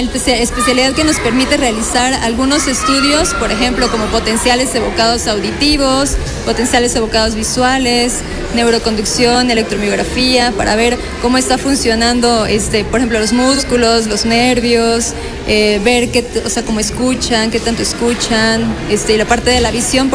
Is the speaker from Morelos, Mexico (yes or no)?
yes; Cuernavaca, Morelos, Mexico; now in Puebla, Mexico; yo soy de Cuernavaca, Morelos.